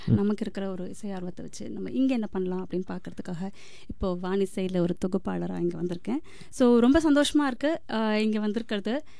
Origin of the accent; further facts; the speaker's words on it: Chennai, Tamil Nadu, India; moved away as an adult; now in Melbourne, Australia; பிறந்து வளர்ந்தது எல்லாமே சென்னையில் தான். இங்கே மெல்பர்ன் 2012 வந்தேன். ஸோ கிட்டத்தட்ட 14 வருஷம் ஆச்சு இங்கே வந்து.